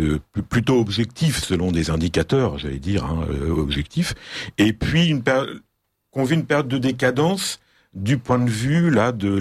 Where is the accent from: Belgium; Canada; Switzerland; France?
France; en tant que Français européen